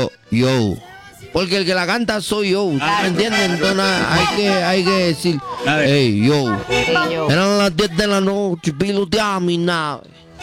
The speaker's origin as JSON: {"language": "Spanish", "country": "Puerto Rico", "said": "Yo soy boricua, ¿me entiendes?"}